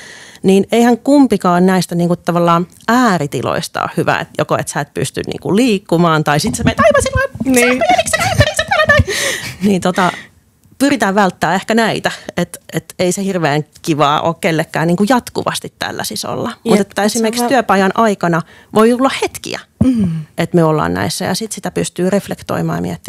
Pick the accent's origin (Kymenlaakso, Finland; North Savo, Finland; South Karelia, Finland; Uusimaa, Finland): Uusimaa, Finland; Helsinki; Mä oon nuoruuteni elänyt tuolla Helsingissä